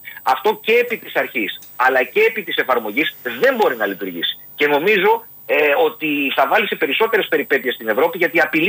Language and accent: Greek; Greece; εμάς ως Έλληνες μας θλίβει κιόλας